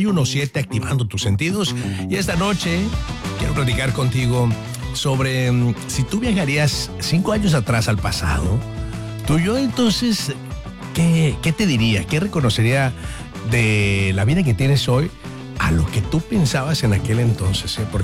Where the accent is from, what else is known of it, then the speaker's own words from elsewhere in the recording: Monterrey, Nuevo León, Mexico; born there; yo soy de Monterrey, sí, vivo, soy nacido en Monterrey, y vivo en Monterrey, obviamente, pero en ese entonces, viví fuera de la ciudad